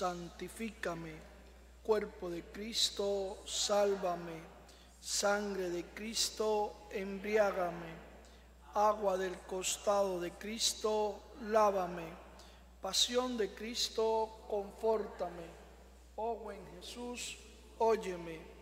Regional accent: Cuba; yo soy de Cuba.

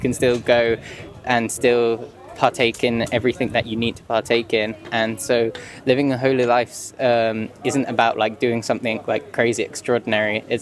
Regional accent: London, United Kingdom; From London.

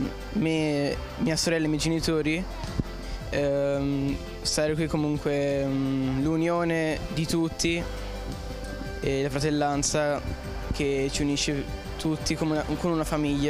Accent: Perugia, Umbria, Italy; ho 15 anni, vengo da Perugia, i miei genitori vengono dall'Iran.

